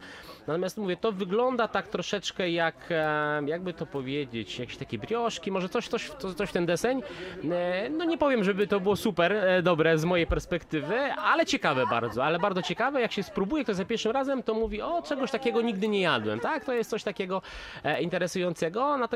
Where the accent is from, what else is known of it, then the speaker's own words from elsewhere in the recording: Masovian Voivodeship, Poland; to jest bardzo charakterystyczne dla właśnie południowo-wschodniego Mazowsza tutaj ta nasza sójka